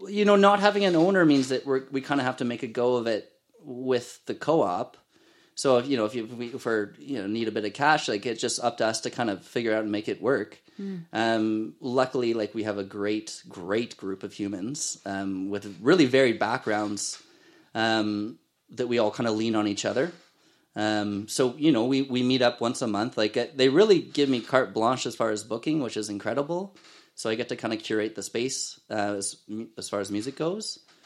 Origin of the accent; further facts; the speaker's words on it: Ottawa, Ontario, Canada; also born or lived in Kingston / New Zealand / Australia; now in Okanagan, Canada; I moved to the Okanagan in 2017. I'd been hopping around quite a bit. I'm originally from Ottawa.